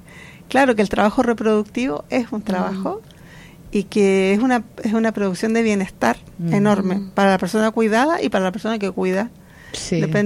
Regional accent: Concepción, Biobío, Chile; en Concepción, que es mi ciudad natal

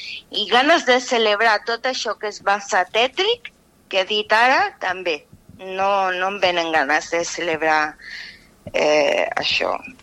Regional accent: Chile; Es que como soy chilena, a veces no me entiendo.

